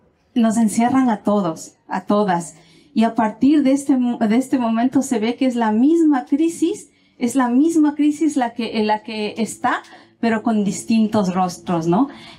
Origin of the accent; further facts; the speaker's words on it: Ecuador; moved away; soy migrante, soy una mujer migrada, soy ecuatoriana